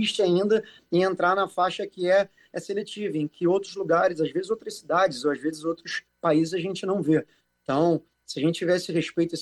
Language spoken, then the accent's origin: Portuguese; Rio de Janeiro, Brazil; E eu acho que o grande desafio é a gente poder aceitar como os cariocas, e agora eu falando como carioca